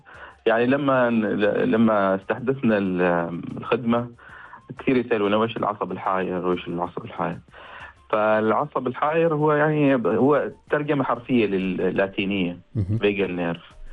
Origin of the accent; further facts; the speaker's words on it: Oman; الأبحاث التقديرية عندنا في عمان